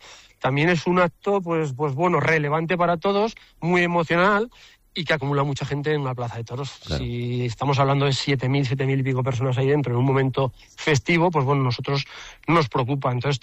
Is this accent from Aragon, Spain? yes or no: yes; Teruel, Aragon, Spain; para los que somos de Teruel